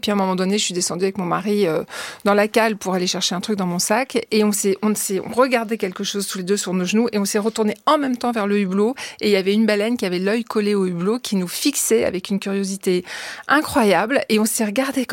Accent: Corsica, France; je suis corse, donc j'ai toujours vécu un pied sur terre et une palme dans l'eau.

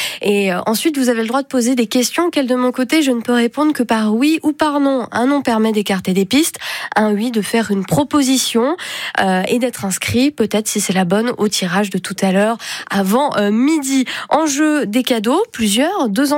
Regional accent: Grand Est, France; Oh, ben, je suis de Moselle aussi.

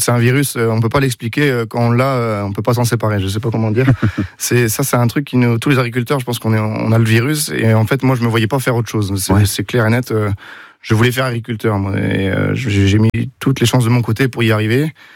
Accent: Saint-Berthevin, Pays de la Loire, France; moi, je suis pas fils d'agriculteur. Donc, moi, j'ai grandi à Saint-Vertevin, auprès de Laval. J'ai fait toutes mes études au Collège Sainte-Thérèse, ensuite au lycée agricole Agricampus de Laval.

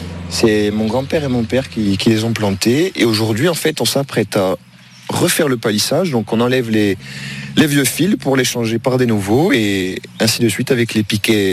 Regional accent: Oletta, Corsica, France; Alors nous … on vient tous d'Aulette. On habite là depuis toujours. Moi, je suis né ici. Mon père est né ici. Il est né dans la maison dans laquelle j'habite d'ailleurs.

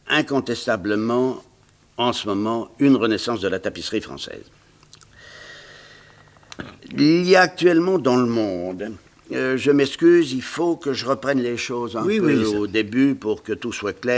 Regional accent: Bruyères, Grand Est, France; born there; parce que vous savez que je suis né à Bruyères-Vosges.

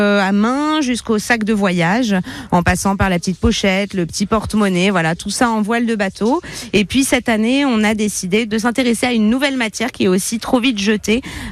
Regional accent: Paris, Île-de-France, France; moved away as an adult; now in La Cadière-d'Azur, France; moi, je viens de Paris. Je suis parisienne à la base. Et voilà, ça fait 4 ans maintenant que je suis installée dans la région.

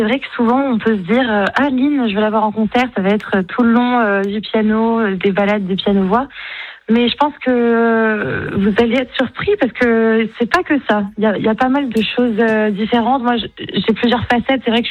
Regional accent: Nice, Provence-Alpes-Côte d'Azur, France; vrai que moi je viens de Nice. Après j'ai beaucoup de famille à Marseille.

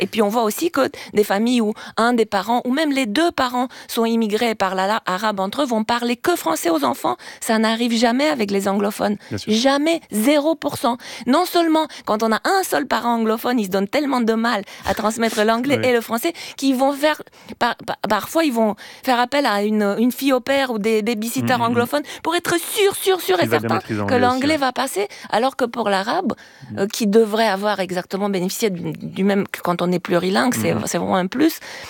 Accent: Romania; French is a second language; now in France; ça fait 30 ans que je suis en France, et donc mon accent n'est pas roumain, il est comme la plupart des gens, sans nom

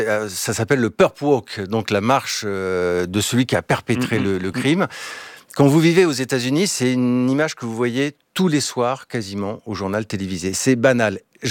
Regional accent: France; accent: French; qui reconnais mon accent français.

